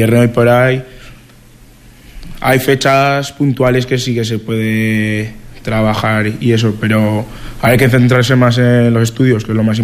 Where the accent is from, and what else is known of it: Ejea de los Caballeros, Aragon, Spain